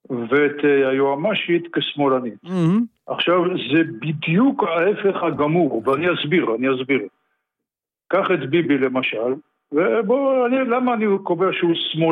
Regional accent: Petah Tikva, Central District, Israel; אני מפתח תקווה.

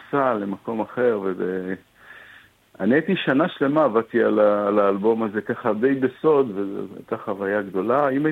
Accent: Ashdod, Southern District, Israel; moved away as an adult; now in Tel Aviv, Israel; גדלתי באשדוד, המפגש שלי עם האנדלוסית הוא לא כזה, הוא לא מקרי. אני גדלתי באשדוד עד גיל 20 ואז עברתי לתל אביב לעשות את דרכי בעולם המוזיקה

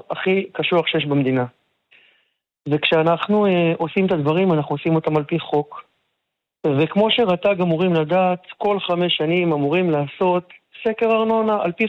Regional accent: Beit She'an, Northern District, Israel; כילד אני גדלתי בשכונת חיסכון, צמוד לאתר עתיקות

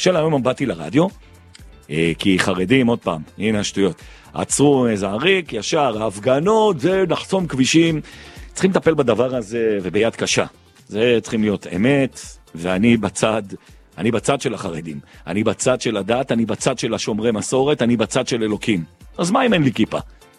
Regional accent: Jerusalem, Jerusalem District, Israel; born there; אני מייצג את ירושלים, אני מקווה כתושב העיר, נולדתי בירושלים, ובעזרת השם אני אקבר בירושלים

